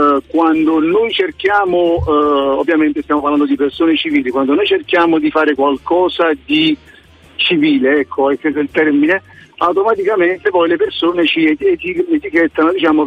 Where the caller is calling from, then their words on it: Naples, Campania, Italy; io personalmente che sono napoletano